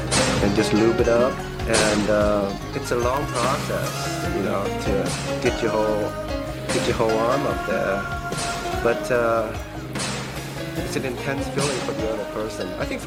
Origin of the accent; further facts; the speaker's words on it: Japan; moved away; I'm 30 years old, and I'm from Japan.